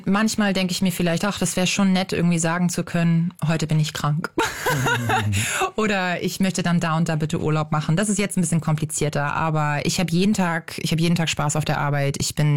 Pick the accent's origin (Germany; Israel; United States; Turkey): Germany; Northern Germany; now in Berlin, Germany; Also ich komme jetzt nur aus dem Norden